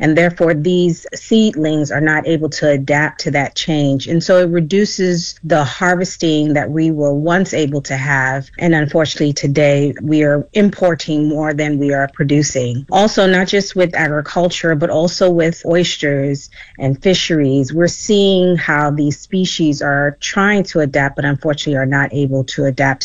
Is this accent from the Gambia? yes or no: yes; Gambia; born there; I was born in the Gambia. I live in the Gambia. My children are Gambians. My husband is Gambian.